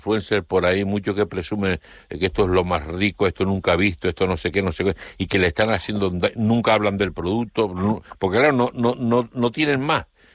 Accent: Tijarafe, Canary Islands, Spain; Yo soy de Tijarafe, como muchos saben, un hombre de campo.

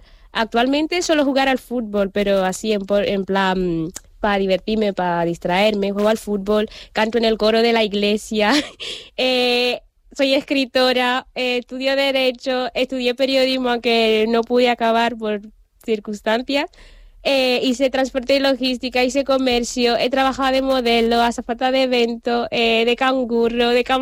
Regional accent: Malabo, Bioko Norte, Equatorial Guinea; moved away as an adult; now in Spain; Sí, nací en Malabo, 1997.

